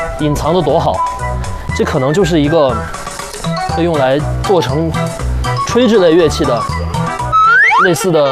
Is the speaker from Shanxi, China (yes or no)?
no; Shandong, China; 我是山东人